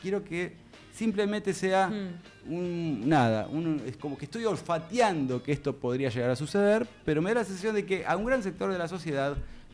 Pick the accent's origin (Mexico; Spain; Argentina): Argentina; Eso, somos re argentinos.